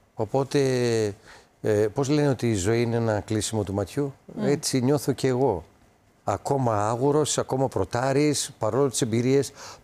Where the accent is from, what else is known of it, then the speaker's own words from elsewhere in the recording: Thessaloniki, Central Macedonia, Greece; γιατί είμαι Θεσσαλονικιός.